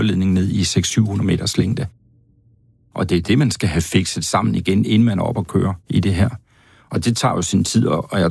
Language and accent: Danish; Jutland, Denmark; ude på den jyske hed, i øvrigt der, hvor jeg kommer fra